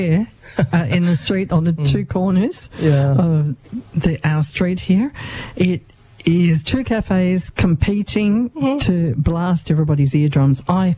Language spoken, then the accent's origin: English; Sydney, New South Wales, Australia; I grew up in Sydney